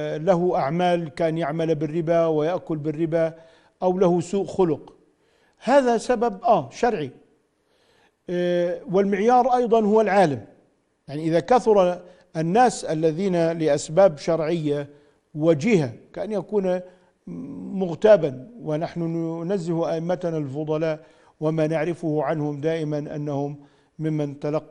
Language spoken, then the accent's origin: Arabic; Jordan; نحن عندنا بالأردن